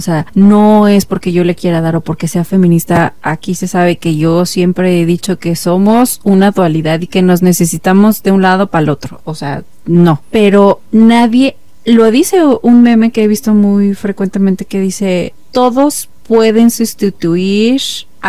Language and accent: Spanish; Mexico; somos el mexicano